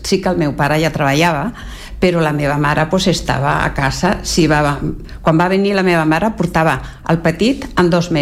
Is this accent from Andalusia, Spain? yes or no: yes; Puente Genil, Andalusia, Spain; born there; un que és d'on jo vaig néixer, que abans pertanyia a Sevilla, que es diu Miragenil. I jo vaig néixer a Miragenil.